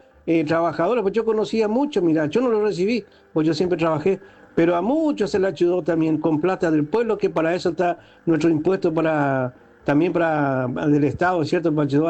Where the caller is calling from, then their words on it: Eldorado, Misiones, Argentina; Acá mateando en la exuberante vegetación de la Tierra Roja de El Dorado, Misiones. … acá en la Guardia de Cerrón